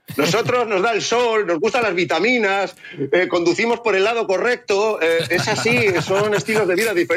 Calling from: Madrid, Community of Madrid, Spain; En Madrid estoy en el barrio Salamanca.

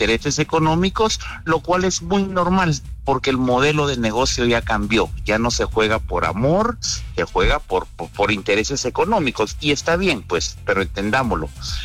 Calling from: León, Guanajuato, Mexico

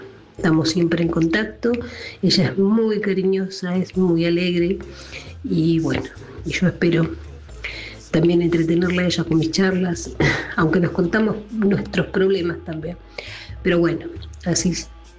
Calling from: Coronel Suárez, Buenos Aires Province, Argentina; de Coronel Suárez.

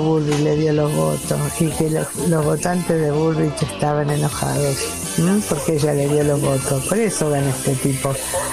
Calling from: Argentina; de Villa Mitre.

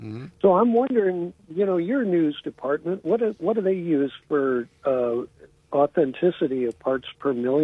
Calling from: San Francisco, California, United States; I'm the guy from San Francisco.

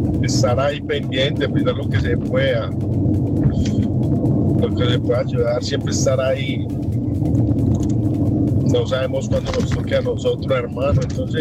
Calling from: Colombia; Somos colombianos, esto nos duele.

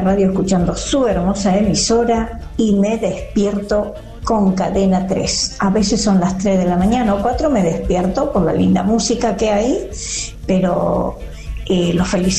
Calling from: Suardi, Santa Fe, Argentina; Soy de la localidad de Suardi

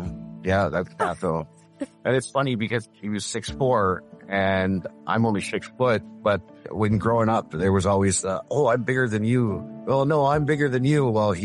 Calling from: Turner Valley, Alberta, Canada; I'm calling from Turner Valley, Alberta.

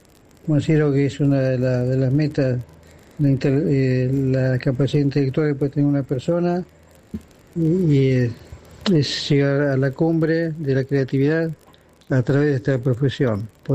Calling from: Ciudadela, Buenos Aires Province, Argentina; muy buen programa. … de Ciudadela.

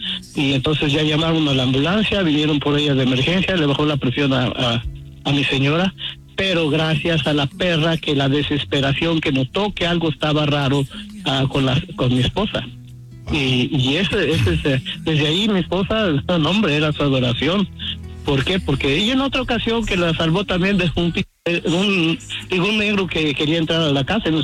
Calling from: Stockton, California, United States; De Stockton.

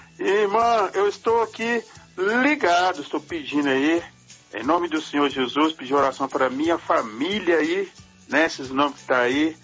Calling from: Belo Horizonte, Minas Gerais, Brazil; Hoje estou falando aqui de Belo Horizonte.

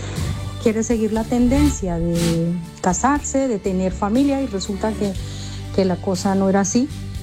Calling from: Spain; Yo les hablo desde España.

